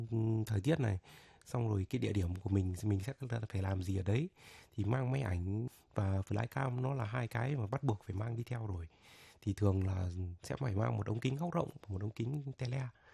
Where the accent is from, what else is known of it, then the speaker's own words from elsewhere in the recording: Thái Bình, Vietnam; tôi đã đi xe máy từ Thái Bình sang